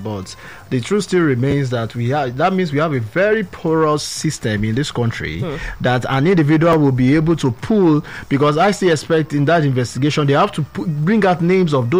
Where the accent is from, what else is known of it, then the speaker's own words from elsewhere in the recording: Nigeria; as a Nigerian personally